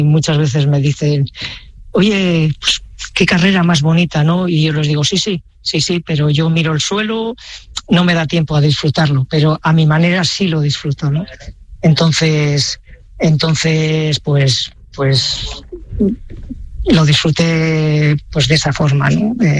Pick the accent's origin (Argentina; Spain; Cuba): Spain; Palencia, Castile and León; fue más que nada por promocionar mi tierra. Uh-huh. Al final mucha gente se piensa que Palencia es llano, es tierra de campos.